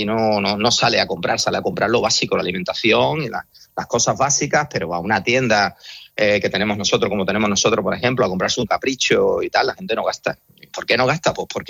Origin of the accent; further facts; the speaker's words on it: Spain; yo soy español antes que comerciante